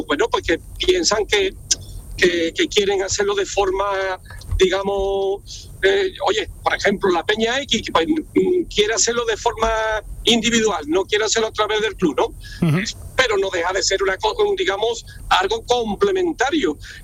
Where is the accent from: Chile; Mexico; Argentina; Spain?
Spain; Rociana del Condado, Andalusia; la peña de Rosiana, es decir, a mi pueblo, ¿no?